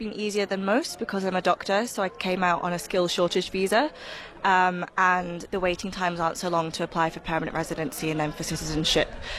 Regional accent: Dundee, Scotland, United Kingdom; now in Australia; I'm a new Australian citizen and I'm originally from Dundee in Scotland.

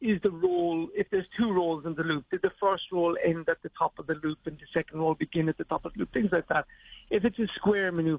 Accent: Ireland; For me, my story is that I grew up in Ireland, in case you haven't picked it. I grew up in Ireland.

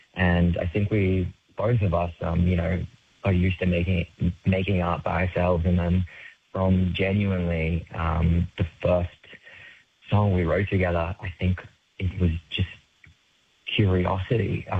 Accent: Brisbane, Queensland, Australia; also born or lived in South Africa; Originally, I'm actually South African, but I moved out here when I was like 7. So I grew up in Brisbane.

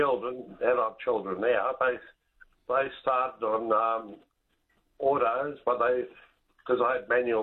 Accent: New South Wales, Australia; I grew up in New South Wales.

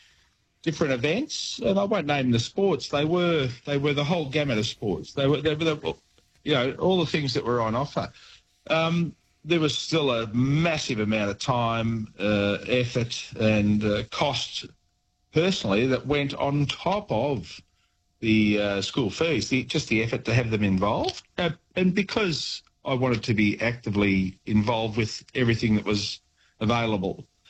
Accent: Victoria, Australia; I grew up in the Mallee, you know, and I've sent my kids to a private school

